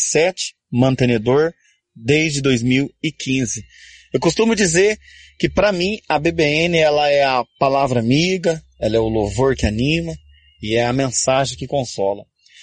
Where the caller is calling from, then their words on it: Cambé, Paraná, Brazil; sou da cidade de Cambé, Paraná.